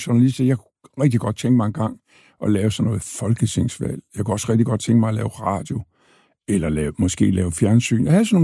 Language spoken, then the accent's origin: Danish; Thy, North Denmark Region, Denmark; Bunderøv fra Thy. Det har jeg altid været. Og det er ikke, altså, man skal aldrig skilte med det der med, at jeg er fra Jylland